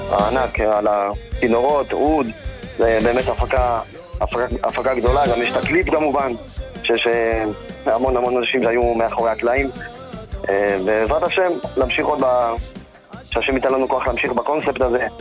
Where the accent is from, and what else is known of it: Beit Shemesh, Jerusalem District, Israel